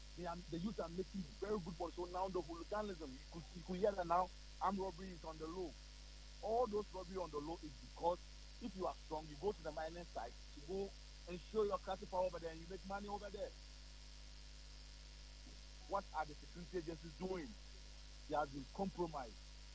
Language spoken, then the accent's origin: English; Ghana